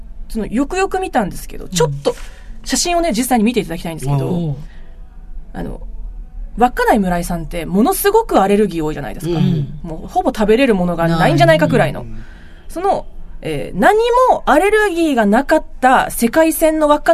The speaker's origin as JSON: {"language": "Japanese", "region": "Hokkaido", "country": "Japan", "said": "北海道から来ました、よろしくお願いしますって頭下げて"}